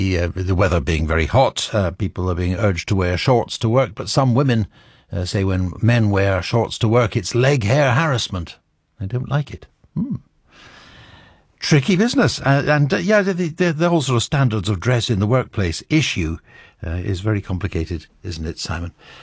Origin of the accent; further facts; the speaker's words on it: Glasgow, Scotland, United Kingdom; But I'm a Glaswegian at heart.